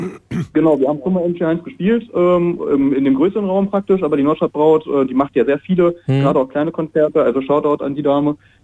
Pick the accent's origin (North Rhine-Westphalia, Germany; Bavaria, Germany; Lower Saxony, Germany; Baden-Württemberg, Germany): Lower Saxony, Germany; Hildesheim; Wir kommen hier halt aus dem Landkreis, ne? Also Hildesheim, Hannover und alles dazwischen.